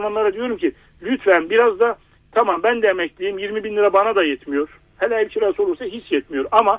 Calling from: İzmir, Turkey; İzmir Körfez'den arıyorum

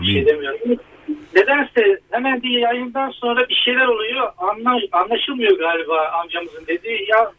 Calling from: Konya, Turkey; Konya'dan arıyorum.

